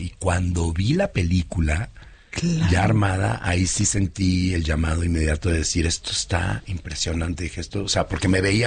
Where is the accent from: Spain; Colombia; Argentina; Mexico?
Mexico; Culiacán, Sinaloa; Sí, yo soy de Sinaloa, yo soy de Culiacán.